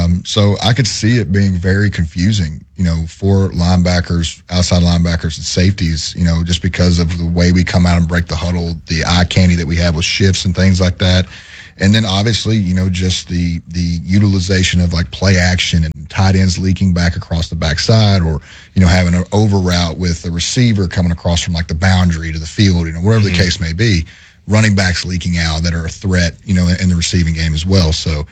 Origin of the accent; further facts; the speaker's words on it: Kentucky, United States; it was a dream come true for me, to play for my home state, play for the Cats